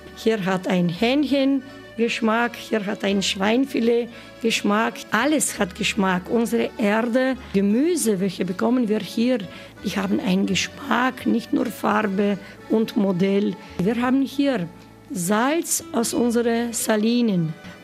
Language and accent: German; Istria County, Croatia; German is a second language; Bei uns in Istrien, wir lieben Leben, weil wir essen gut. Wir haben noch immer sehr gute Trinkwasser.